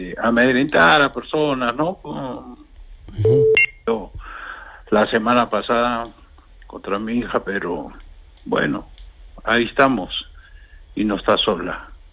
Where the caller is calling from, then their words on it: Lima, Peru; Yo soy de Lima.